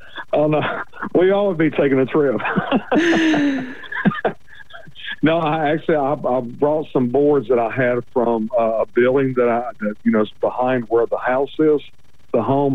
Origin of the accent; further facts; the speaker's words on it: Columbia, Tennessee, United States; I'm from Columbia, Tennessee.